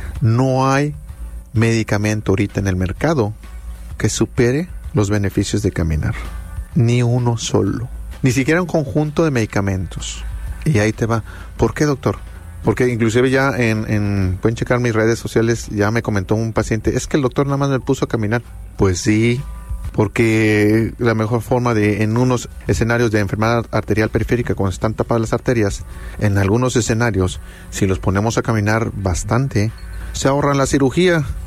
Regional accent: Mexico City, Mexico; Y bueno, yo soy de la Ciudad de México, allá el tráfico está un poquito más pesado.

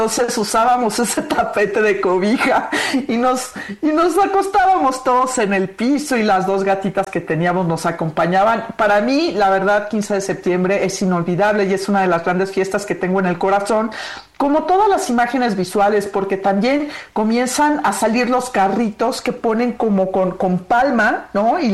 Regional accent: Mexico City, Mexico; soy chilanga

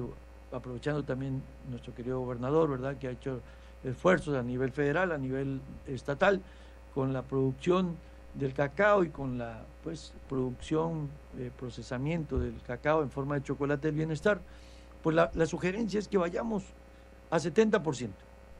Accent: Tabasco, Mexico; pues si yo soy de Tabasco, ¿no?

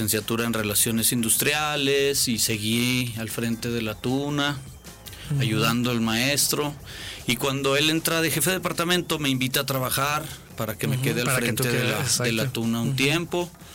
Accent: Aguascalientes, Mexico; yo soy nacido aquí en Aguascalientes, familia tradicional, de las de hace muchos años que llegaron de los Altos de Jalisco.

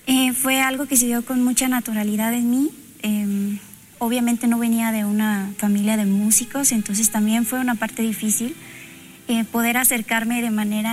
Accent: Veracruz, Mexico; moved away as an adult; also born or lived in Puebla; Después estudié formalmente en Puebla, aunque yo soy de Veracruz.

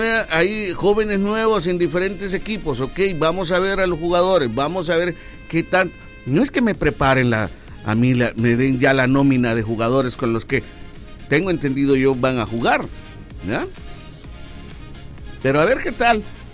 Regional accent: El Salvador; como salvadoreño esperamos que sí.

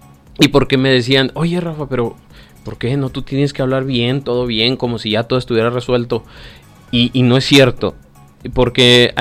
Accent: Mexico; a lo mejor falta que la gente sepa de dónde vengo. Yo vengo del Saucito, ¿vale?

